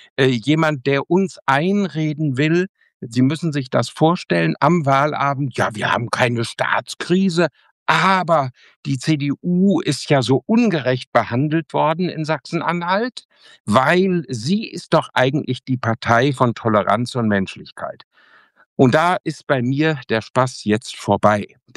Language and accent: German; Trentino-Alto Adige, Italy; jetzt sind sie an einem Sehnsuchtsort, nämlich Südtirol. Und das ist meine Heimat.